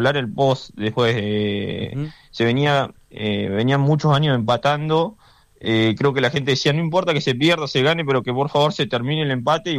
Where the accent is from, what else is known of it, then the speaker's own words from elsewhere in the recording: Neuquén, Argentina; yo de verdad que soy de Neuquén, pero se me ha pegado un poquito la tonada. Es difícil todo el día escuchando a los cordobeses que no se te pegue un poco.